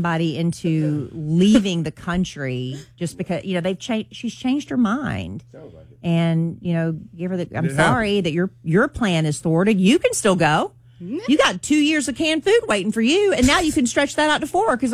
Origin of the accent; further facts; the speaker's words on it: United States; born there; But like, I'm very, very thankful that I was born in America.